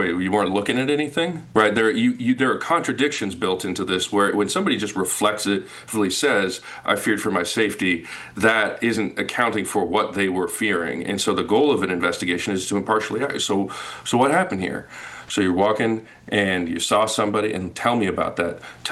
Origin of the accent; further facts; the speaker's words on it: Oakland, California, United States; And I grew up in Oakland, so I was like, no way